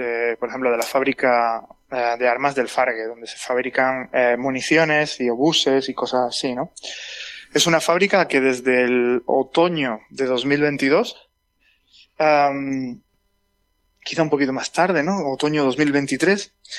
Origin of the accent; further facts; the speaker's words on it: Jaén, Andalusia, Spain; yo soy de Jaén